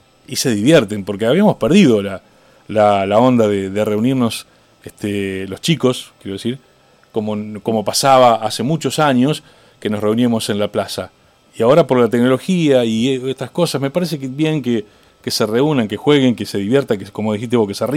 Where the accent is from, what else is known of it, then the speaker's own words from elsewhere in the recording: Argentina; somos prejuiciosos los argentinos